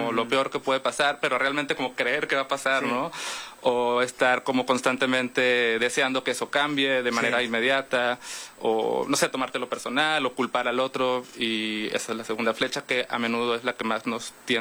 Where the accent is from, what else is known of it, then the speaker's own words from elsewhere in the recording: Mexicali, Baja California, Mexico; Yo soy de Mexicali, saludos.